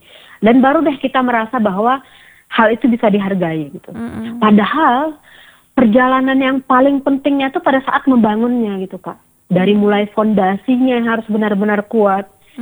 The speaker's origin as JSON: {"language": "Indonesian", "region": "Aceh", "country": "Indonesia", "said": "tapi juga merupakan identitas dan budaya kita orang Gayo gitu."}